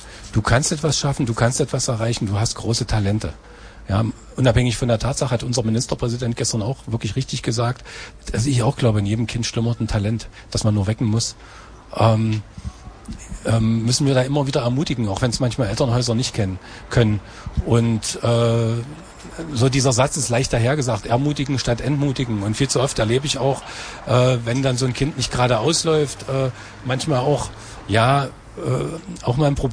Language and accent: German; Halle, Saxony-Anhalt, Germany; born or raised there